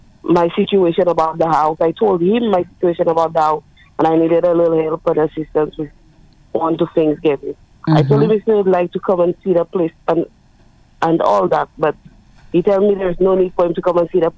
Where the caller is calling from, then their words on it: St. Lucia; I'm from Roseville, South Street.